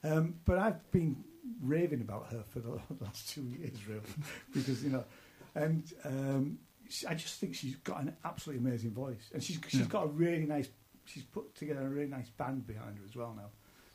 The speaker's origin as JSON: {"language": "English", "town": "York", "region": "Yorkshire and the Humber", "country": "United Kingdom", "said": "And I'm from York"}